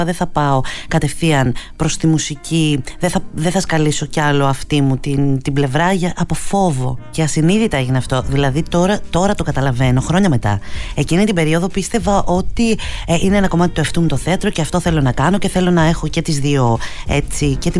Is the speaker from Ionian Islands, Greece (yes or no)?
no; Thessaloniki, Central Macedonia, Greece; moved away as an adult; now in Athens, Greece; είμαι από τη Θεσσαλονίκη. Οπότε ζω στην Αθήνα τα τελευταία 4 χρόνια.